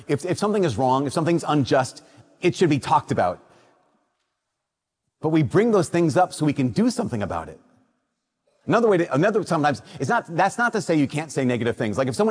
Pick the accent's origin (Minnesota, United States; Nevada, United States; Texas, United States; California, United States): Minnesota, United States; We're from Minnesota.